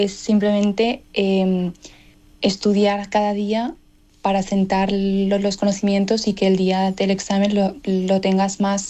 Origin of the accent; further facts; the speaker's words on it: Corella, Navarre, Spain; also born or lived in Morocco; De Marruecos, de justamente estamos en la frontera con Argelia.